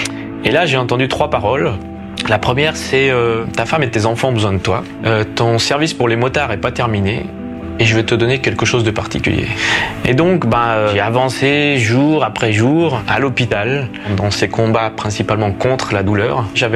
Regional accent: France; now in Switzerland; m'appelle … je suis français, je vis en Suisse. Je suis issu d'une famille catholique pratiquante.

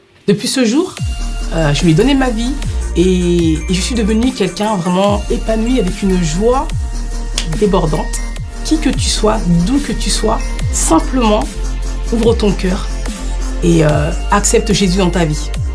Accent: Paris, Île-de-France, France; j'aimerais te raconter mon histoire. Je suis française d'origine malienne et j'ai grandi à Paris. Et j'ai grandi dans une famille musulmane.

